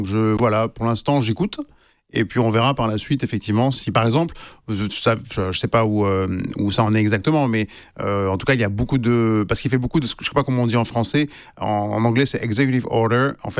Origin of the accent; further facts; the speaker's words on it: Nice, Provence-Alpes-Côte d'Azur, France; moved away as an adult; also born or lived in Lyon / Paris; now in Los Angeles, United States; C'est que donc maintenant, j'habite à Los Angeles. Donc j'habite à Los Angeles, même si je suis un enfant de Nice. De Nice. Je suis passé par Paris, donc, et puis je suis à Los Angeles depuis 2012.